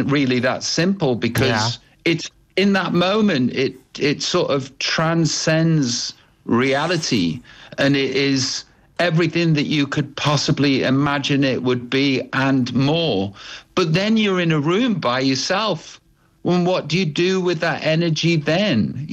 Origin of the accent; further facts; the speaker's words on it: United Kingdom; I'm British